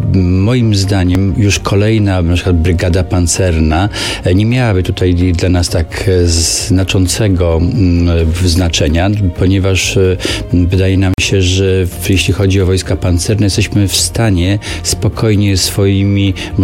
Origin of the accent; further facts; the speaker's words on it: West Pomeranian Voivodeship, Poland; Ja bardzo optowałem za wariantem szczecińskim, nie tylko dlatego, że pochodzę z tego regionu